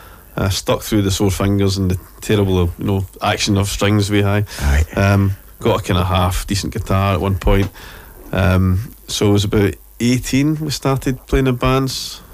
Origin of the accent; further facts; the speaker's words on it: Irvine, Scotland, United Kingdom; Yeah, born in Irvine, raised in Irvine.